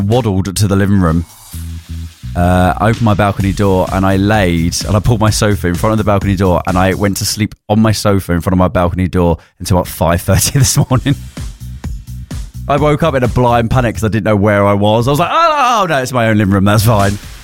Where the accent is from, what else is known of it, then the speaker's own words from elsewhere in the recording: United Kingdom; God, I love us as a British nation that it gets to the point where throughout the whole year we're like, when's it going to get hot?